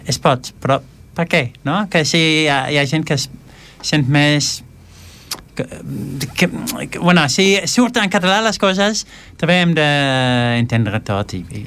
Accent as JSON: {"language": "Catalan", "country": "Netherlands", "also_born_or_lived": "Barcelona", "second_language": "Catalan", "moved": "as an adult", "lives_now": "Esplugues de Llobregat, Spain", "said": "jo sóc d'Holanda"}